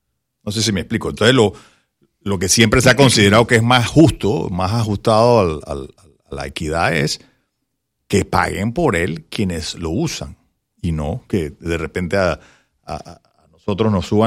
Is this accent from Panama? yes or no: yes; Panama; Panamá, por más grande que suene para nosotros, los panameños, este no es un mercado grande.